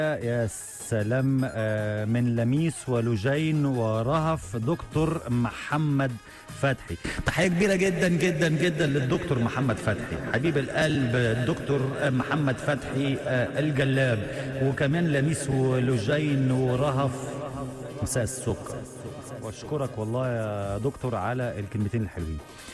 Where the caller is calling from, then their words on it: Tunisia; من تونس عايز بعد إذنك أسمع مزيكا شهيصة للنجم